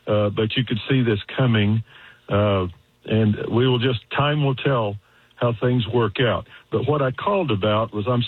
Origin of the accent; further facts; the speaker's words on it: Bartlesville, Oklahoma, United States; in Bartlesville, which is my hometown, best damn town in the country.